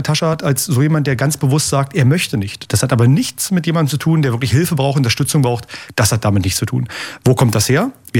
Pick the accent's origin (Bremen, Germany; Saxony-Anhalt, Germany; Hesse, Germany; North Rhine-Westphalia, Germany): Saxony-Anhalt, Germany; Das machen die Menschen in Sachsen-Anhalt und da bin ich sehr stolz auf meine Heimat